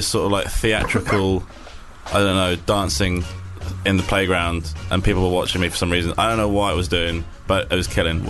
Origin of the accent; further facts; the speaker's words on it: United Kingdom; And we're British and we should be good at queuing.